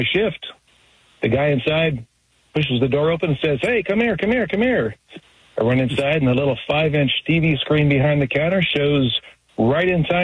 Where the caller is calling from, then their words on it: Bend, Oregon, United States; listening to your radio station on KBND here in Bend